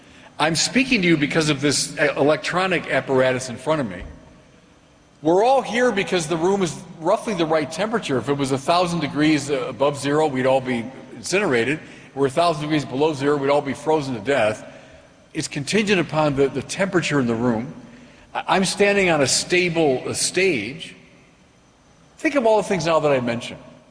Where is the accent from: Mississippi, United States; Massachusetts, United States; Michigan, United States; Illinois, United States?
Illinois, United States; Chicago; I'm Bishop of Winona, Rochester in Minnesota. I'm from Chicago.